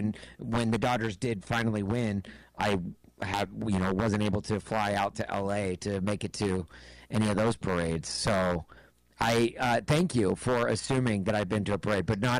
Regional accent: Los Angeles, California, United States; born there; I was born in Los Angeles

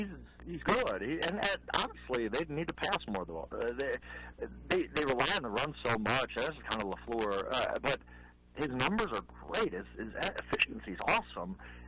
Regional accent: Wisconsin, United States; moved away; I'm from Wisconsin. I'm from back home.

